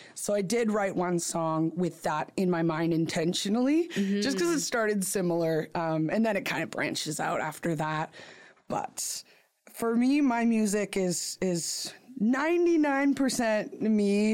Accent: Prince George, British Columbia, Canada; moved away as an adult; also born or lived in Nanaimo; I'm from Prince George, Tsleil-Waututh'en Nation.

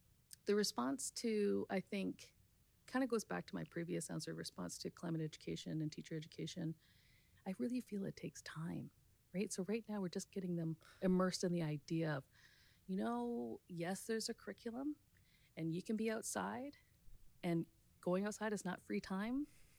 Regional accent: British Columbia, Canada; It was really a displacement, even though I'm from British Columbia. Like, you know, I've always been by the ocean, and now being here in the central interior

